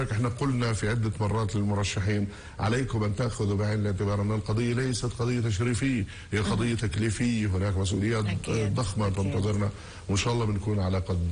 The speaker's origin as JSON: {"language": "Arabic", "country": "Palestine", "said": "أنا فخور كفتحاوي، فخور كفلسطيني"}